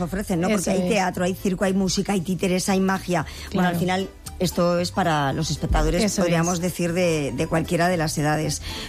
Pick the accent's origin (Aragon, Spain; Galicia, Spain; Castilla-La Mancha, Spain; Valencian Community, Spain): Aragon, Spain; Ansó; ayer estuvimos hablando en el espacio de cómo suena la plaza de mi pueblo, nos acercamos a Ansó.